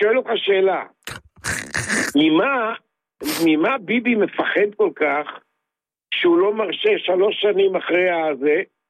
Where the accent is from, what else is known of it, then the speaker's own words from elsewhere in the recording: Ma'agan, Northern District, Israel; אני מקיבוץ. לא אגיד מאיזה, אבל...